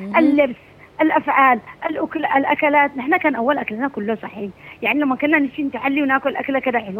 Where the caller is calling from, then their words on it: Aden, Yemen; أني من عدن